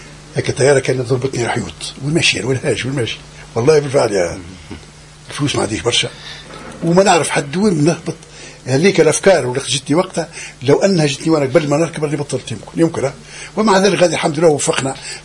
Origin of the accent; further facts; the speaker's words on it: southern Tunisia, Tunisia; moved away as an adult; also born or lived in France; بالنسبة لي أنا من الجنوب هنا